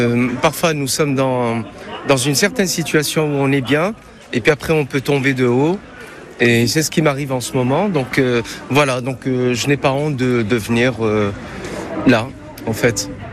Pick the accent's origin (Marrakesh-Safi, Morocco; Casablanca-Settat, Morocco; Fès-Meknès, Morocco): Marrakesh-Safi, Morocco; Marrakesh; now in France; j'ai 55 ans. Je pense que c'est ça, et peut-être l'origine, parce que bon, mon origine est marocaine, puisque je suis né à Marrakech. Je suis marocain et français.